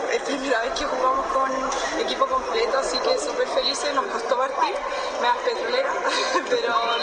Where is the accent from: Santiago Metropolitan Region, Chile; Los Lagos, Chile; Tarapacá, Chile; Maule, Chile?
Santiago Metropolitan Region, Chile; Santiago; no, soy de Santiago?